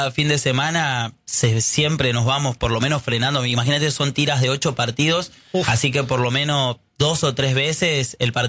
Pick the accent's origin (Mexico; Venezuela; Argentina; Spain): Argentina; Gregorio de Laferrere, Buenos Aires Province; yo soy de Gregorio de la Ferrere, de zona oeste, partido de La Matanza